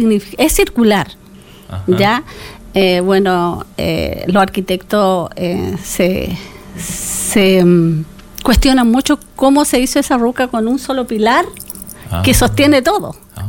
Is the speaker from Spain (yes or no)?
no; Villarrica, Araucanía, Chile; also born or lived in Santiago; now in Valparaíso, Chile; Soy originaria de Camino de Villarrica, donde allá hay 14 comunidades. Allá está mi mamá, allá nací, me crié entre medio de las comunidades, con las costumbres de las comunidades, con machi.